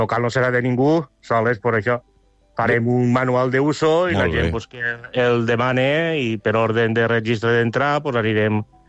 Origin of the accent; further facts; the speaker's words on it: Valencian Community, Spain; com som els valencians, pues és de menjar i beure